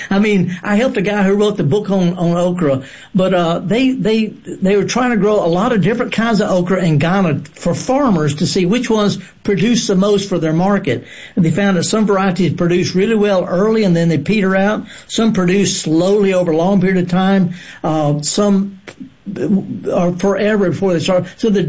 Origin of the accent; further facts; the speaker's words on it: Mississippi Delta, United States; Okay, now I'm from the Delta.